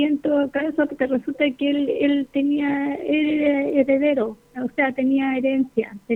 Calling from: Quillota, Valparaíso, Chile; De Quillota.

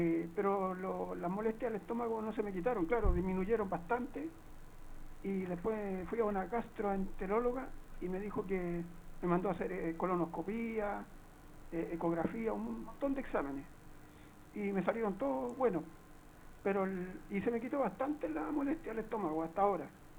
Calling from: Villa Alemana, Valparaíso, Chile; llamo de Villa Alemana.

